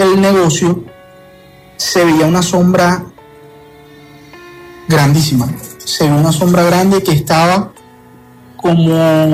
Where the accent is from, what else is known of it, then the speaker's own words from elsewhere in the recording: Ciénaga, Magdalena, Colombia; now in Barranquilla, Colombia; la historia no es acá en Barranquilla, es un pueblo de Magdalena, de donde yo soy oriundo, de Ciénaga Magdalena.